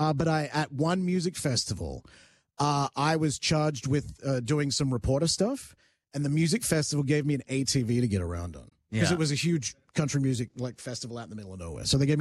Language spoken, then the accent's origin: English; Australia; Yes, I'm Australian. I can say that.